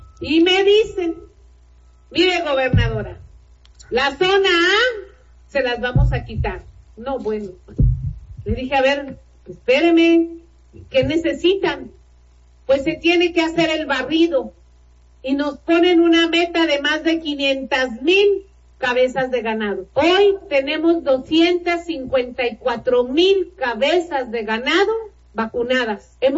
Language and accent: Spanish; Veracruz, Mexico; Pero eso es lo que somos los veracruzanos.